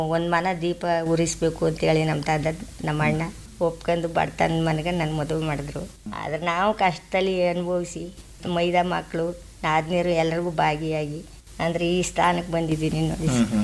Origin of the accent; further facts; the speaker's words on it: Karnataka, India; ನಮ್ಮ ಹುಟ್ಟೂರು ಟಿ ನರಸೀಪುರ ತಾಲೂಕು ತಲಕಾಡು ಹೋಬಳಿ ಎಂಗೆ ಗ್ರಾಮ.